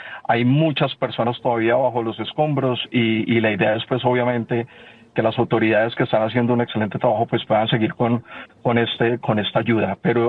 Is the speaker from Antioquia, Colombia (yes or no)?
no; Pereira, Risaralda, Colombia; born there; lo viví aquí en Pereira, yo nací aquí en Pereira